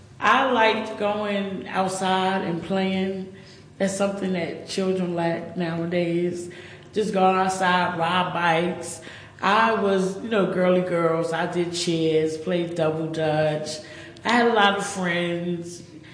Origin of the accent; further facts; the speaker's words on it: New Jersey, United States; Well, I'm one of six. My mother had six kids. Growing up in Jersey, we were real family oriented.